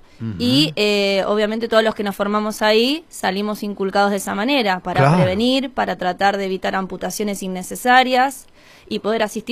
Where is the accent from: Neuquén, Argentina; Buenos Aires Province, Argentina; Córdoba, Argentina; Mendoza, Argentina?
Buenos Aires Province, Argentina; Azul; moved away; yo soy de Azul